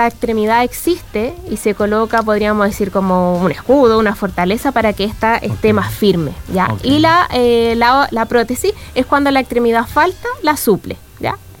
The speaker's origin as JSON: {"language": "Spanish", "town": "Viña del Mar", "region": "Valparaíso", "country": "Chile", "said": "No, yo soy de Forestal."}